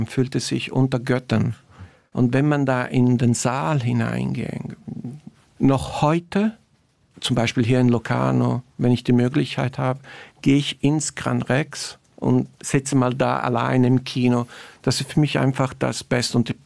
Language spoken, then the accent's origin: German; Naples, Campania, Italy; moved away; für mich als Italiener, der in Neapel ist